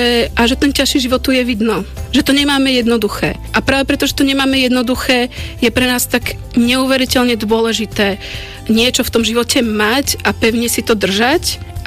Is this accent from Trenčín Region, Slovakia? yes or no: no; Bratislava, Bratislava Region, Slovakia; moved away as an adult; also born or lived in United States / Brno; pochádzam z Bratislavy, narodila som sa v Bratislava 1, rovno na Zochovej nemocnici